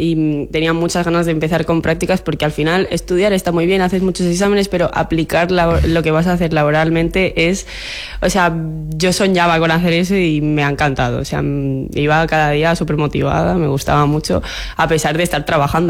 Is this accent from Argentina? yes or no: no; Ibiza, Balearic Islands, Spain; moved away as an adult; now in Mallorca, Spain; De Ibiza solo yo.